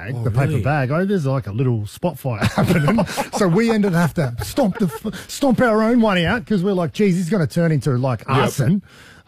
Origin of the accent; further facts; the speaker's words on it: Adelaide, South Australia, Australia; I'm a man. I'm a man from Adelaide, and I want a dozen eggs.